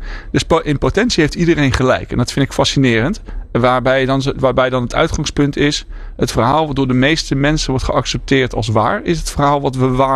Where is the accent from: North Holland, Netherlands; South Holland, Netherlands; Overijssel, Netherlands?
North Holland, Netherlands; Heerhugowaard; now in Groningen, Netherlands; En nou, ik kwam uit Heerhugowaard, dat ligt bij Alkmaar. En ik was dus nieuw in Groningen.